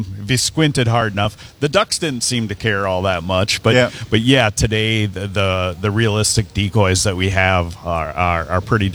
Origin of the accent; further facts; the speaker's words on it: Wisconsin, United States; I'm from Wisconsin